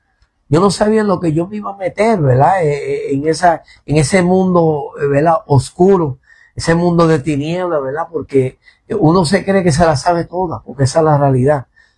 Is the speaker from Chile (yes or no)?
no; Puerto Rico; born there; also born or lived in New Jersey, United States